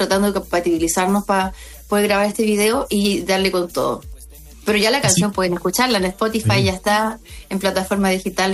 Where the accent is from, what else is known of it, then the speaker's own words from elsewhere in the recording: Chile; also born or lived in Mexico; Justamente antes de pandemia viví 7 años en México, no se me pegó el acento tanto, pero pero estando allá sí uno habla un poquito más modulado y todo más pausadito para que puedan entenderme bien, porque nosotros hablamos muy rápido, los chilenos hablamos muy rápido.